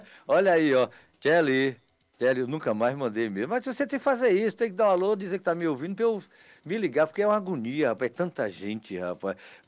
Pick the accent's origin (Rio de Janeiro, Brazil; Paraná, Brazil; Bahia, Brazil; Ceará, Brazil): Bahia, Brazil; a educadora 88,5, eu sou do Jacuípe, vou lá e tal, na net, né, rádio net, para poder pegar, ouvir a rádio.